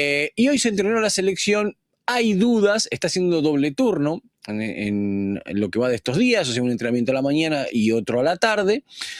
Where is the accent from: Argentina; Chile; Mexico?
Argentina